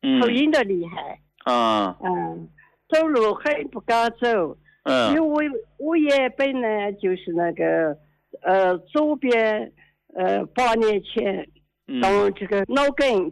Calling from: Yunnan, China; 我是云南的。

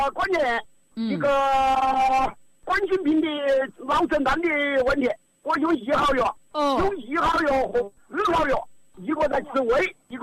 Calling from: Jingzhou, Hubei, China

